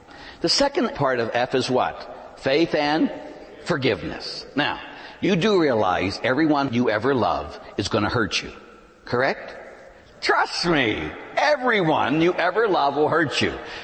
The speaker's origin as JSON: {"language": "English", "town": "Pittsburgh", "region": "Pennsylvania", "country": "United States", "tie": "born or raised there", "said": "Now, I grew up in Pittsburgh. And in growing up in Pittsburgh, my father had a saying."}